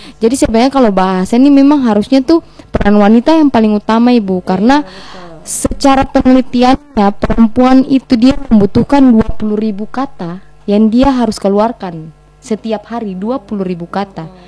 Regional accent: Ambon Island, Maluku, Indonesia; bahasa Ambon yang katong pakai saat-saat ini di Pulau Ambon ini, bukan bahasa Ibu memang dari Seram bukan.

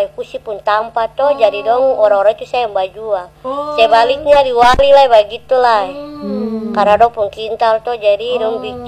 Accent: Namrole, Maluku, Indonesia; Kalau kita Namrole.

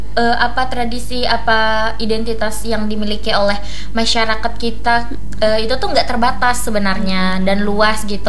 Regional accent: Central Kalimantan, Indonesia

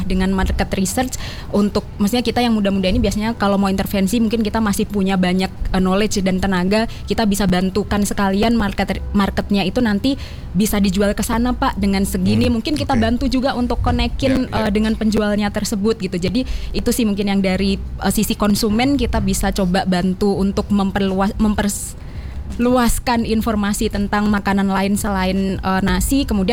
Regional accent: Tulungagung, East Java, Indonesia; Dulu kalau saya kecil, ini agak cerita sedikit. Saya dari Tulungagung di Jawa Timur.

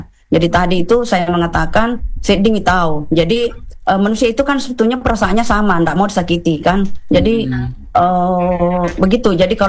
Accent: South Sulawesi, Indonesia; accent: Bugis; saya maaf pakai logat Bugis.

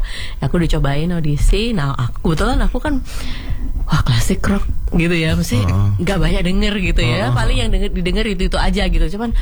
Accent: Surabaya, East Java, Indonesia; born or raised there

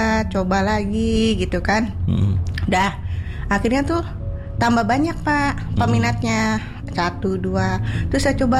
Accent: Cirebon, West Java, Indonesia; born there; also born or lived in Jakarta; 2020 saya comeback di kota kelahiran saya.

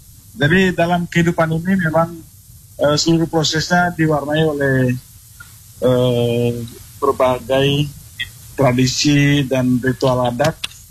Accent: Manggarai, East Nusa Tenggara, Indonesia; dalam budaya dan tradisi kami orang Manggarai

